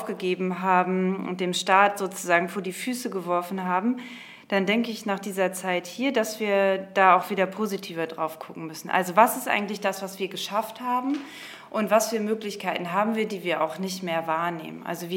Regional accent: Germany; ich komme aus Deutschland

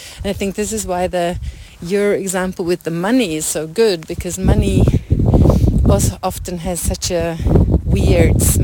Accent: Romania; like you come from the States and I come from Romania

